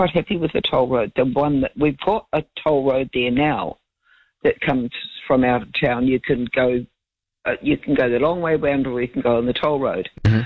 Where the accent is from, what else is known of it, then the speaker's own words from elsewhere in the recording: Auckland, New Zealand; also born or lived in Wellington / New Plymouth; You know, born and bred in Auckland, but I lived in Wellington and New Plymouth and somewhere else.